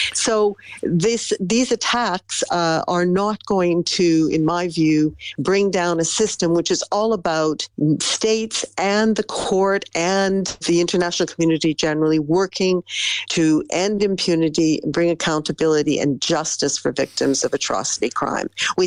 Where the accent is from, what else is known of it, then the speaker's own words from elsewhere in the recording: Canada; now in Netherlands; the Netherlands as a Canadian, I know that I'm subject to Dutch law.